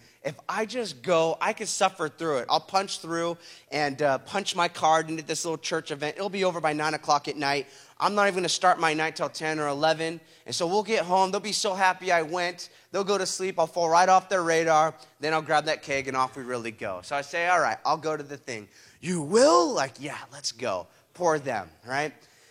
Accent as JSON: {"language": "English", "town": "Huntington Beach", "region": "California", "country": "United States", "tie": "born or raised there", "also_born_or_lived": "San Diego"}